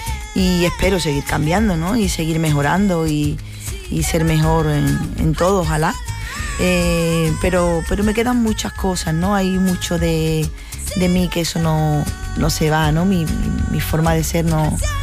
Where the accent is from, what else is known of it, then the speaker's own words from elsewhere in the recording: San Fernando, Andalusia, Spain; born there; Tuve la suerte de nacer en San Fernando. La verdad que mi tierra es maravillosa